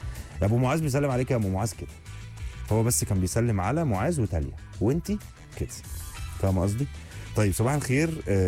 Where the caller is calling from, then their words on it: Luxor, Luxor Governorate, Egypt; انا اول مره ابعت لك، انا من الاقصر بسمعك من التلفزيون